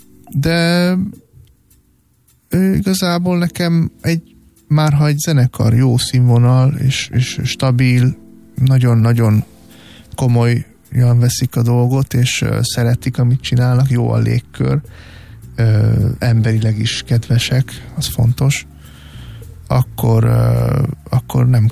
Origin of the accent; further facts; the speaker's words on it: Brussels, Brussels-Capital Region, Belgium; also born or lived in Hungary; azért is élek ott. Meg hát ott is nőttem fel